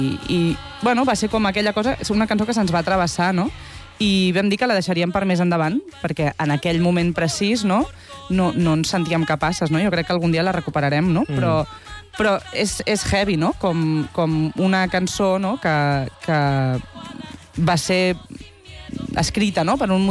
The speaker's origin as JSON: {"language": "Catalan", "town": "Sant Joan de les Abadeses", "region": "Catalonia", "country": "Spain", "said": "a Sant Joan de les Abadeses, al meu poble"}